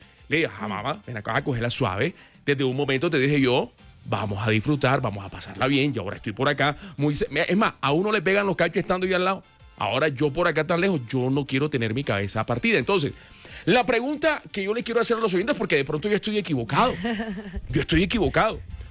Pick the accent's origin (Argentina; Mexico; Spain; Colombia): Colombia; Barranquilla, Atlántico; now in Bogotá, Colombia; Cuando me vine de Barranquilla...